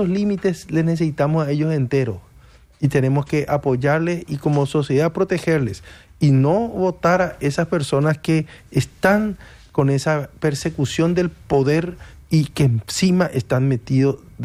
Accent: Paraguay

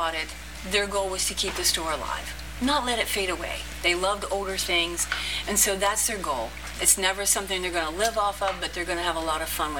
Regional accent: Harrisville, West Virginia, United States; I was born and raised right here in Harrisville, West Virginia. Spent my whole life here till I got married and moved out partway from here, about 25 minutes.

